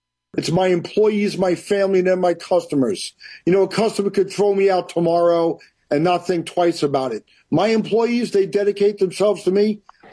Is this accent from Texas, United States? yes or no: no; Valley Stream, New York, United States; You know, I'm a baby boy, three older sisters, Valley Stream, New York, born and raised.